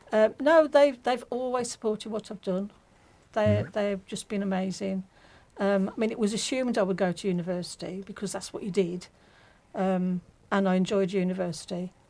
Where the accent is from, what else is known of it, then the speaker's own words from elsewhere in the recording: Cradley Heath, West Midlands, United Kingdom; born there; I was born in Cradley Heath.